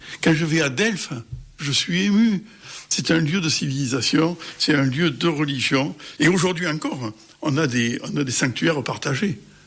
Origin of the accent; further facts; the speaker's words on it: Cévennes, France; je suis originaire des Cévennes